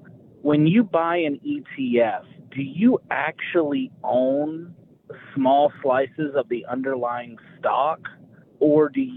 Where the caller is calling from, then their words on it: South Carolina, United States; from South Carolina here.